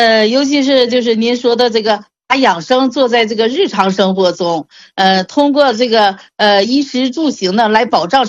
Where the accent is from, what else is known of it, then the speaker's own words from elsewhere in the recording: Shenyang, Liaoning, China; 我是沈阳人，原来呢我这个心脏就是不怎么太好，